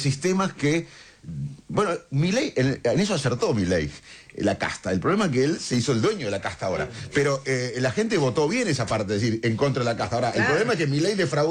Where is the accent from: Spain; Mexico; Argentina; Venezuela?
Argentina